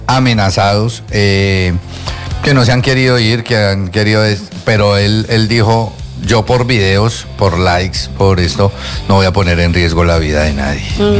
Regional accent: Colombia; moved away; en mi país, dicen en Colombia

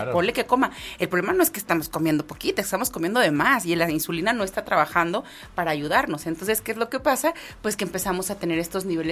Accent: Mexico; nosotros tendemos mucho a los excesos como mexicanos

